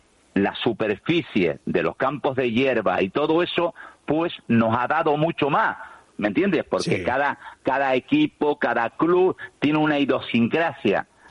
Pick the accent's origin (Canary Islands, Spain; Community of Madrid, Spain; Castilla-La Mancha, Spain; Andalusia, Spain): Canary Islands, Spain; yo soy canario enamorado de seguir entrenando a la Unión Deportiva Las Palmas